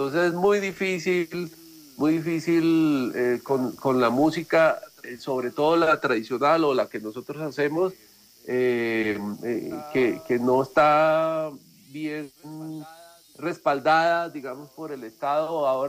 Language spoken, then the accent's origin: Spanish; Colombia; Nosotros somos seres colombianos, y esa identidad cultural solamente la tenemos, la reflejamos o la sacamos cuando salimos fuera de Colombia.